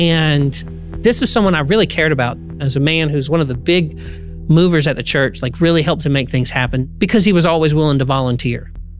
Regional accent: Georgia, United States; moved away; I'm from Georgia, so I wasn't totally unfamiliar with racism.

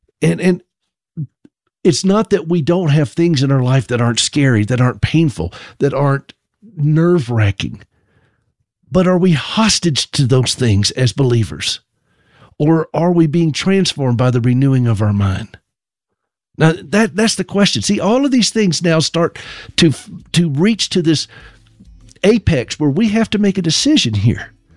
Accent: South Carolina, United States; but I was born in South Carolina, and y'all need to understand this. That's where I was raised.

